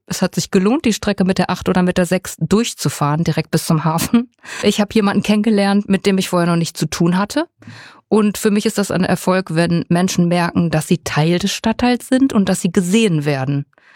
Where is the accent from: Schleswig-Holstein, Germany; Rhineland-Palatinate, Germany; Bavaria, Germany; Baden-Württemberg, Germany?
Schleswig-Holstein, Germany; now in Münster, Germany; Ich komme aus Schleswig-Holstein und ich bin sehr mit dem Wasser verbunden.